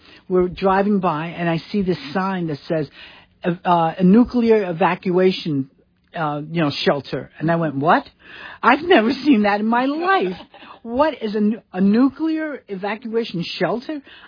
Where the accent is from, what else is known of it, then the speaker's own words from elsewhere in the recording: New York, United States; I grew up in New York. That's so big. And, you know, it's a small city in one sense, but it's a lot of people.